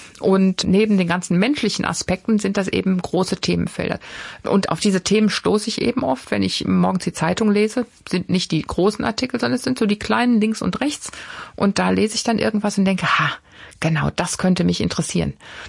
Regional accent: Germany

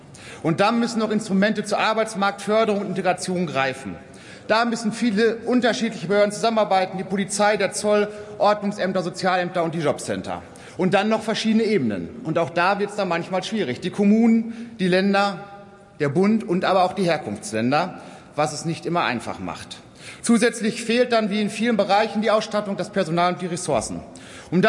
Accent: Dortmund, North Rhine-Westphalia, Germany; Das ist aus meinem Wahlkreis meiner Heimatstadt Dortmund kenne

